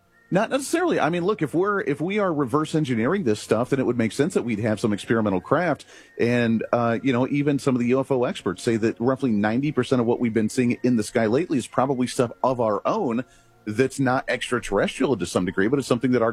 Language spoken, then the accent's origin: English; Bailey, Colorado, United States; the town that I grew up in Bailey, Colorado, we had the number one most amount of Bigfoot sightings in all the state of Colorado.